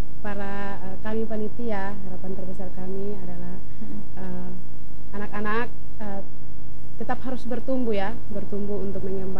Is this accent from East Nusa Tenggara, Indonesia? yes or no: yes; Alor, East Nusa Tenggara, Indonesia; kami adalah asal usul dari Alor